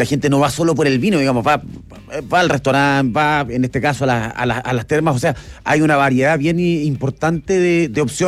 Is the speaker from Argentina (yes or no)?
no; Valdivia, Los Ríos, Chile; Mira, yo soy de allá, yo soy del sur, yo soy de Valdivia.